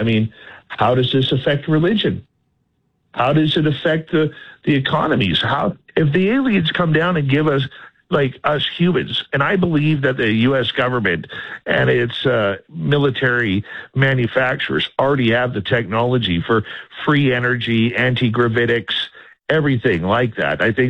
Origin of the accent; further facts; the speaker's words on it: Canada; You'll probably kick my butt, but I'm Canadian, so I'm just going to say sorry